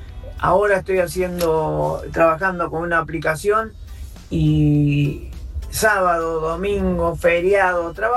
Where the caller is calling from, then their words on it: Buenos Aires, Argentina; de Capital.